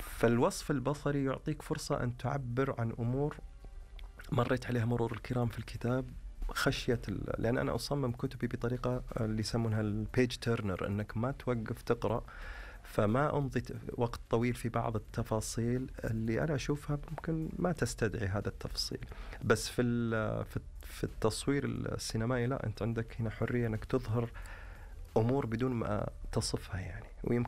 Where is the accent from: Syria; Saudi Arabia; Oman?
Saudi Arabia; لنا كسعودي كم عرب ومسلمين